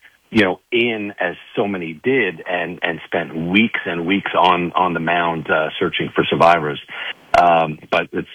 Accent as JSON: {"language": "English", "town": "New York City", "region": "New York", "country": "United States", "said": "being a New Yorker myself, my wife's two brothers were firefighters."}